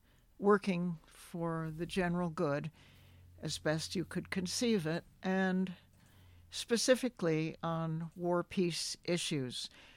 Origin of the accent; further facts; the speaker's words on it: Cos Cob, Connecticut, United States; now in Tunbridge, United States; I grew up in Kaskab, Connecticut, on a beautiful piece of land that had belonged to my grandfather originally.